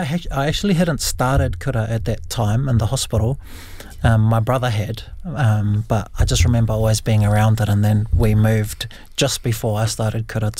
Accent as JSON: {"language": "English", "town": "Palmerston North", "region": "Manawatū-Whanganui", "country": "New Zealand", "tie": "born or raised there", "first_language": "Māori", "second_language": "English", "said": "I grew up speaking te reo Māori, so I was born into a whānau in Palmerston North, and my dad, who also grew up speaking te reo Māori, married actually a Pākehā, my mother, and she also learned te reo Māori"}